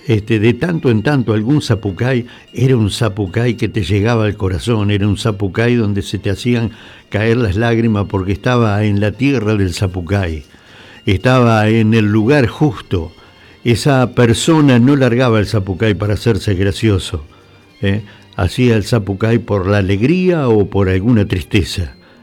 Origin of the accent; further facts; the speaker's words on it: Entre Ríos, Argentina; los musiqueros entrerrianos, dejándolo, soy de Entre Ríos, dejándolo bien en clarito, nosotros somos de Entre Ríos, y eso es muy, muy lindo.